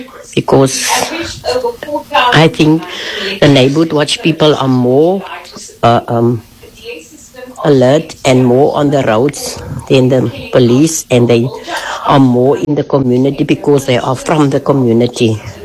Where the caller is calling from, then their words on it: Cape Town, Western Cape, South Africa; I'm from Menenberg